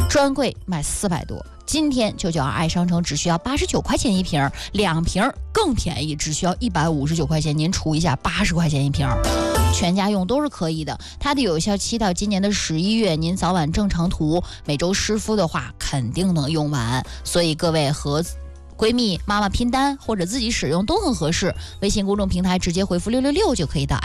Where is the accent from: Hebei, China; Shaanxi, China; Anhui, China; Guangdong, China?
Hebei, China; Shijiazhuang; 用咱们河北人说话，或者准确来说石家庄人说话就是得。